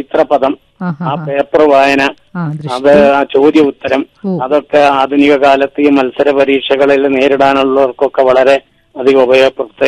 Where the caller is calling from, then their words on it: Kothakurussi, Kerala, India; ഞാൻ കോതകുറിശ്ശി എന്ന സ്ഥലത്തു നിന്നാണ്.